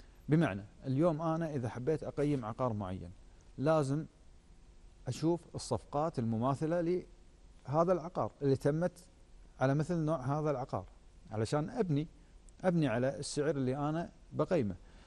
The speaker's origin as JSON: {"language": "Arabic", "country": "Kuwait", "said": "عندنا بالكويت"}